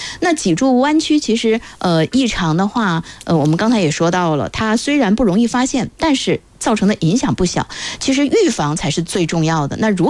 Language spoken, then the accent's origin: Chinese; Yichang, Hubei, China